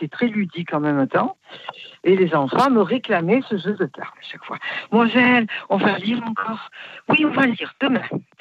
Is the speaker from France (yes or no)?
yes; Poitiers, Nouvelle-Aquitaine, France; now in Marseille, France; Je suis native de Poitiers.